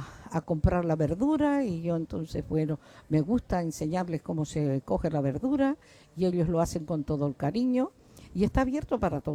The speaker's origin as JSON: {"language": "Spanish", "town": "Güímar", "region": "Canary Islands", "country": "Spain", "also_born_or_lived": "La Hidalga", "said": "Yo soy de Goímar, el Mencellato."}